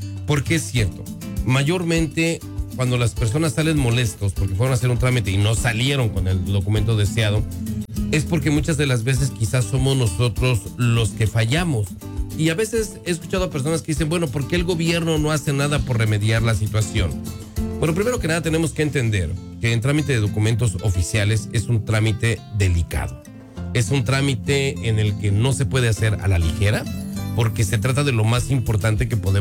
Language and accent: Spanish; Mexico; now in United States